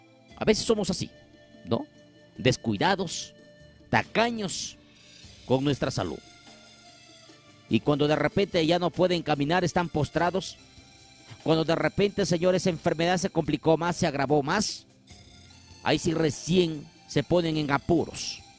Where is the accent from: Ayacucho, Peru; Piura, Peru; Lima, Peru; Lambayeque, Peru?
Piura, Peru; Huancabamba; que traigo desde mi pueblo bendito, Huancabamba, Salalá.